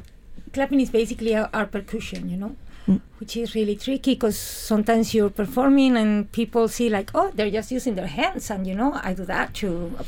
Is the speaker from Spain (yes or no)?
yes; Madrid, Community of Madrid, Spain; I am, yes. I'm from Madrid.